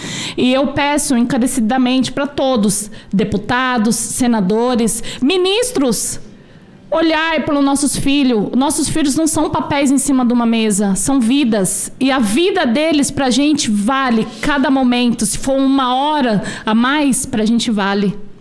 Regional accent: Brazil; Eu sou brasileira e eu quero bater no peito que eu sou brasileira.

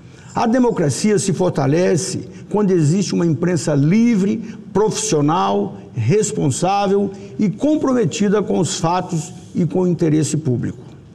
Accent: Rondonópolis, Mato Grosso, Brazil; born there; a nossa região onde eu nasci, Rondonópolis

